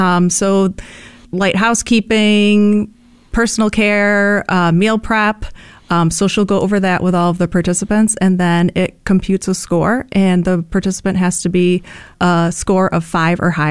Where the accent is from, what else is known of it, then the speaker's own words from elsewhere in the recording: Syracuse, New York, United States; So I was born and raised in Syracuse, grew up here my whole life. I've been married for almost 10 years now, and I live in Westvale